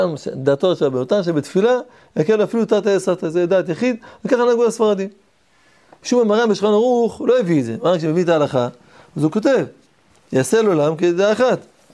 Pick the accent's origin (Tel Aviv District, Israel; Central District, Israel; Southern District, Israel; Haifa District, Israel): Tel Aviv District, Israel; Tel Aviv; אני גדלתי בתל אביב, לא היה, יש מניין מיד בזמן